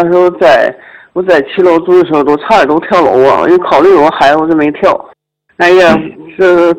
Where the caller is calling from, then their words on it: Jilin, China; 啊，吉林的。